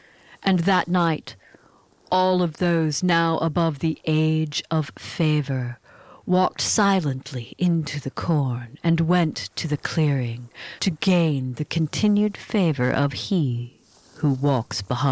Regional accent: Midwest, United States; I was born and raised in the Midwest, a child of the corn.

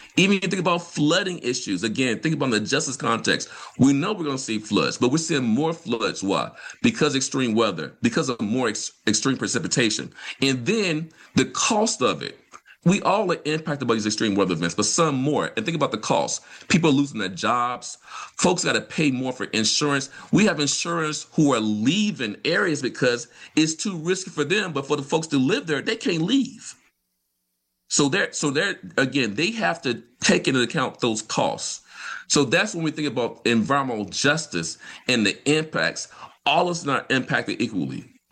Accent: Vicksburg, Mississippi, United States; I'm from Mississippi, so I'm from Vicksburg.

